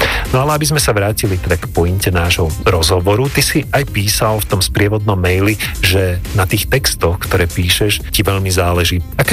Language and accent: Slovak; Banská Bystrica, Banská Bystrica Region, Slovakia; now in Bratislava, Slovakia; Ja som síce z Banskej Bystrice, žijem dlhé roky v Bratislave